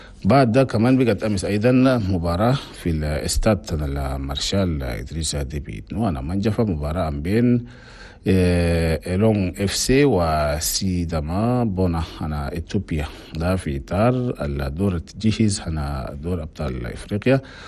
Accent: Chad; أنا راديو تشاد نفس الساعة في كل الأقاليم أنا بلدنا تشاد

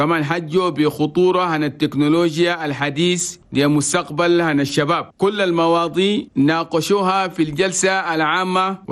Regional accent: Chad; عشان ده بلدنا تشاد شاركت بصفة ضيفنا الشرف في المؤتمر

